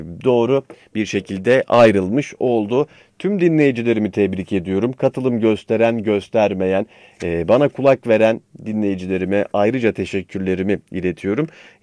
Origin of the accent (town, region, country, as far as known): Thrace, Turkey